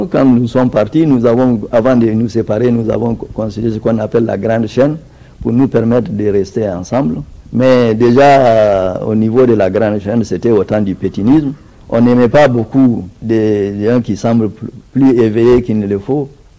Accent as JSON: {"language": "French", "region": "Niamey", "country": "Niger", "said": "J'étais de Niamey, on m'a envoyé dans une ville moyenne qu'on appelle Kony, mais c'est toujours tout près."}